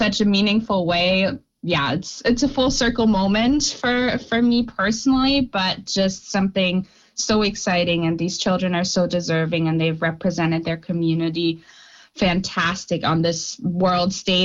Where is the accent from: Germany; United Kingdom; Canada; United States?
Germany; growing up in Germany, Germany hosted the World Cup in 2006. So I was just 8 years old at the time.